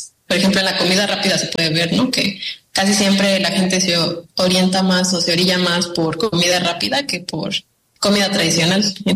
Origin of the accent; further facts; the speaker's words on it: Mexico; por nosotros como mexicanos.